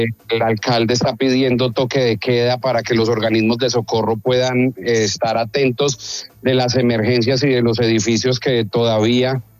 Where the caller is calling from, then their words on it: Pereira, Risaralda, Colombia; yo me encuentro en la ciudad de Pereira.